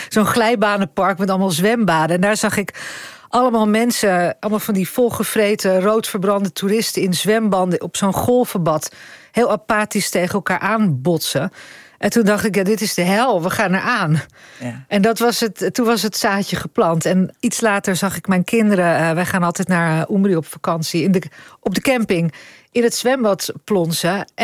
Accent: Italy; Maar ik ben half Italiaans en ik ben deels daar opgegroeid.

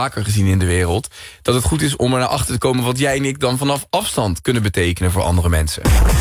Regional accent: Colombia; now in Netherlands; Ik ben 29 jaar. Ik hou van sambal maken. En ik kom uit Colombia.

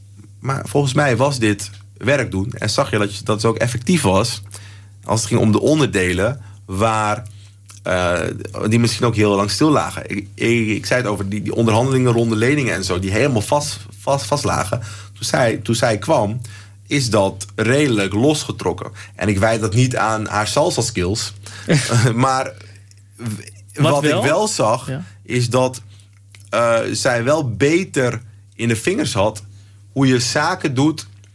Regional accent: Amsterdam, North Holland, Netherlands; born or raised there

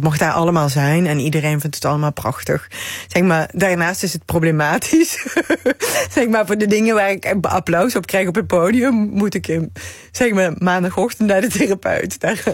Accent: Limburg, Netherlands

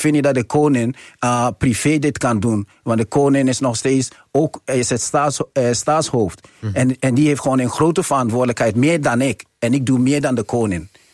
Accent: Amsterdam, North Holland, Netherlands; Ik ben opgegroeid in de Bijl, maar ik woon nog steeds daar.

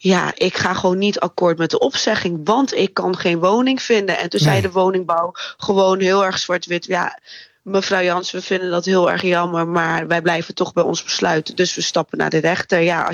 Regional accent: Rotterdam, South Holland, Netherlands; want ik kom zelf uit Rotterdam, op Woonnet Rijnmond.

